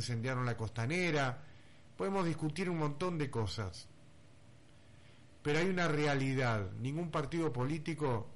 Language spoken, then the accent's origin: Spanish; Puerto Iguazú, Misiones, Argentina; no somos tontos los argentinos. Los iguazuenses ya no somos tontos.